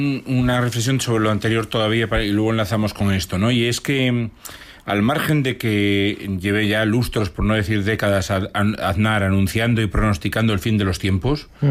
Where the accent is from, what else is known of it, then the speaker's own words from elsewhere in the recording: Galicia, Spain; yo claro, soy gallego como tú